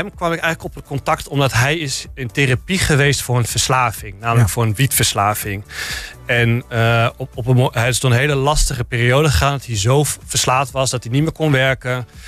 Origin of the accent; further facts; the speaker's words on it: Almelo, Overijssel, Netherlands; moved away as an adult; also born or lived in Groningen / Utrecht; ik ben 2 jaar geleden weer terug verhuisd naar mijn geboortestad, Almelo.